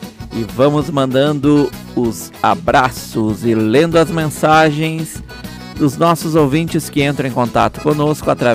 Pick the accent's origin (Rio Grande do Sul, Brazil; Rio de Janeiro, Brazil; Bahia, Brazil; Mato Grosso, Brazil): Rio Grande do Sul, Brazil; Bom Jesus; lá na minha cidade natal, a cidade de Bom Jesus, no Rio Grande do Sul